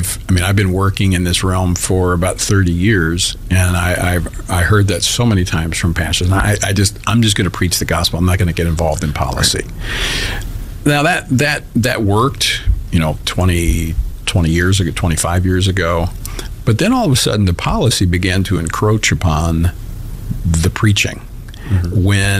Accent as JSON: {"language": "English", "region": "Louisiana", "country": "United States", "said": "I've been through a number of natural disasters in my home state of Louisiana"}